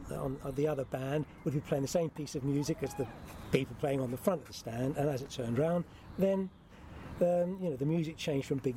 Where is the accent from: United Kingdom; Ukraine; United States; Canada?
United Kingdom; Slough, South East England; And I was born in Slough